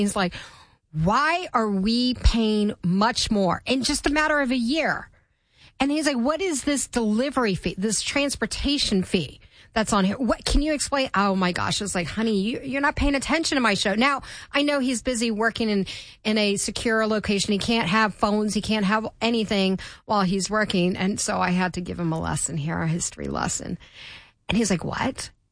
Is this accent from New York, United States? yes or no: no; Maryland, United States; also born or lived in Florida / Virginia; As some of you may know, I grew up in Maryland. I graduated high school in Maryland, left for Florida, came back.